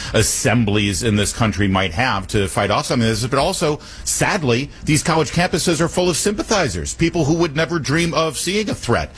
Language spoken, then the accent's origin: English; Michigan, United States; I'm originally from Michigan, so I hold this near and dear to my heart.